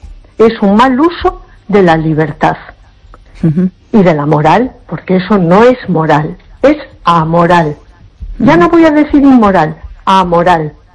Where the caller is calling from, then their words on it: A Coruña, Galicia, Spain; de Coruña.